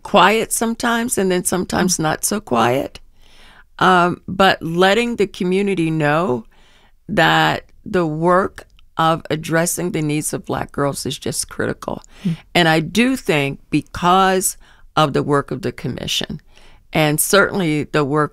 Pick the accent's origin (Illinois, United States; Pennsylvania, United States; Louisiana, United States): Pennsylvania, United States; Philadelphia; But it also represents a street song that I grew up with when I was in Philadelphia, when I grew up in Philadelphia.